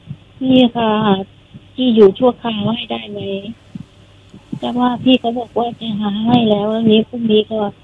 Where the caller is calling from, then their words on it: Bangkok, Thailand; อยู่กรุงเทพ